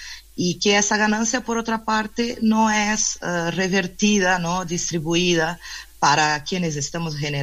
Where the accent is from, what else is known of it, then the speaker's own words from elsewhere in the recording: Brazil; Desde México, y yo soy de Brasil, ¿no? Originalmente, son dos países que tienen una particularidad de un uso masivo de redes sociales